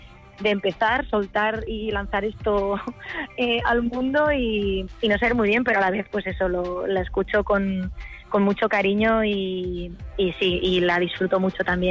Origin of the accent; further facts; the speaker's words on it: Spain; first language Catalan; Spanish is a second language; evidentemente es mi lengua materna, y fue como instantáneo el momento en el que dije, vale, esto va a ser en catalán, sí o sí.